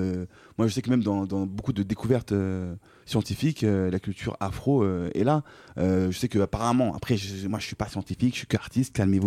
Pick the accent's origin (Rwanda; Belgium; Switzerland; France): France; Je suis français aussi, donc ça va.